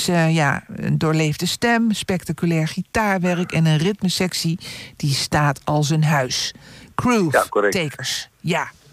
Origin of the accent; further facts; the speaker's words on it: Netherlands; Ja, we zijn 100% Nederlander.